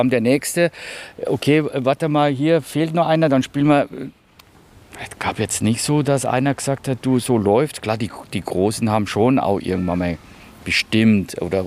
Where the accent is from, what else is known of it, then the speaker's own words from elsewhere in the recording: Bavaria, Germany; moved away; seit 93 im Pott. Ich weiß schon, was ein Bolzplatz im Pott ist. Und ich weiß aber auch, ein Bolzplatz bei uns in Bayern ist halt Rasen.